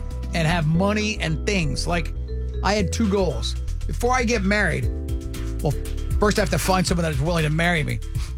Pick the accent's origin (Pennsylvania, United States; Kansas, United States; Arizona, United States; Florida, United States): Florida, United States; I grew up in South Florida.